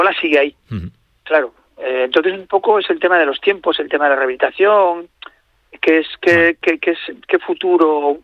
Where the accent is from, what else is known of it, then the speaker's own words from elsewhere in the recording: Ponferrada, Castile and León, Spain; Pero bueno, yo soy de Ponferrada, ¿eh?